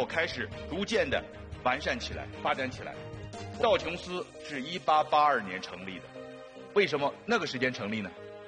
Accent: China; 我们作为中国人

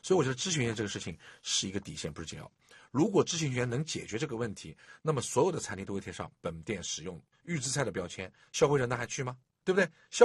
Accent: China; 我们中国人餐饮文化里面，锅气、现炒，这都是我们需求的东西

